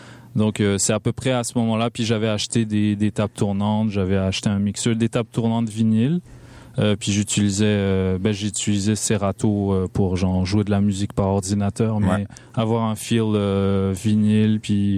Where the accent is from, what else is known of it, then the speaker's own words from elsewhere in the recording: Ville-Saint-Laurent, Quebec, Canada; Ben, moi, pour ceux qui savent pas, j'ai grandi à Ville-Saint-Laurent.